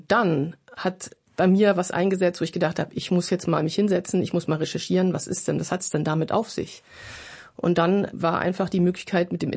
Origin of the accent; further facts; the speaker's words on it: Germany; accent: German; ich hatte als junger Mensch immer mal wieder mit einerseits meiner Identität als Deutscher zu tun. Ich konnte mich nicht identifizieren mit meinem Deutschsein. Ich habe mich geschämt, Deutsche zu sein.